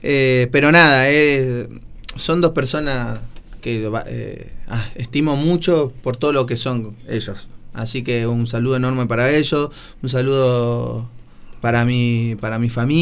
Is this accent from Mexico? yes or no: no; Argentina; desde lo que somos como pueblo argentino